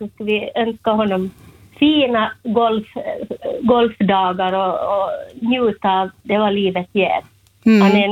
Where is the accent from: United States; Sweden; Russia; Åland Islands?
Åland Islands; Enklinge, Åland; Vi är från Enklinge, Åland.